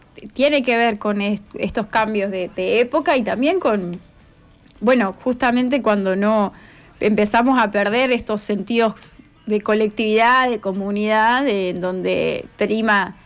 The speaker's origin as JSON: {"language": "Spanish", "town": "Capitán Bermúdez", "region": "Santa Fe", "country": "Argentina", "tie": "born or raised there", "moved": "as an adult", "lives_now": "Rosario, Argentina", "said": "soy de Capitán Bermúdez."}